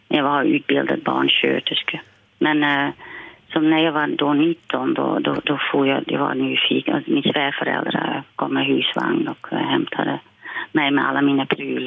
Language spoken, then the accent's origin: Swedish; Silvolde, Gelderland, Netherlands; Swedish is a second language; now in Åsele, Sweden; jag har bott 50 år i Sverige och jag längtar hem till mina egna hemtrakter. Silvolde, Ulluft, Kyrkor, Dottinghem där jag är född.